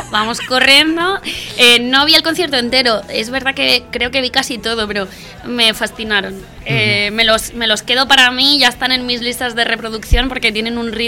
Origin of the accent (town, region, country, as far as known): Region of Murcia, Spain